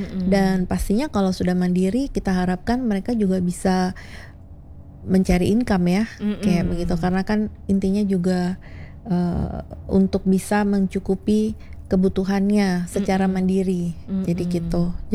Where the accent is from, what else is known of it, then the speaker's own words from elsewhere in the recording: Surabaya, East Java, Indonesia; now in Bali, Indonesia; saya asli Surabaya.